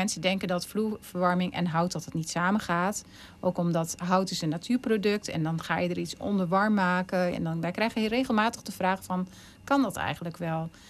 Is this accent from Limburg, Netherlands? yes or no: no; Hattem, Gelderland, Netherlands; En ik moet zeggen, wij komen dan zelf uit Hattem. Ik heb wel roots in Heerde.